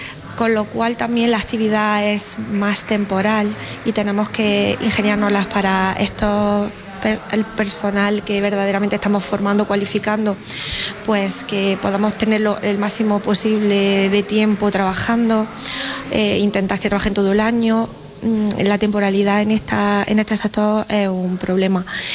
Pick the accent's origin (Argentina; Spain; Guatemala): Spain; Andalusia; Pues mira, yo quería ser bióloga marina y soy de la Sierra de Segura